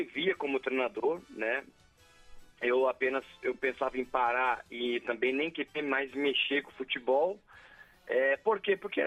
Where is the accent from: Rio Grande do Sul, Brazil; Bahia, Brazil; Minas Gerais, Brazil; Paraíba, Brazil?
Rio Grande do Sul, Brazil; moved away; Eu saí do Sul, né? Saí do Rio Grande do Sul, fiz pouco tempo de base no Grêmio, depois eu fui jogar pelos times do interior do Rio Grande do Sul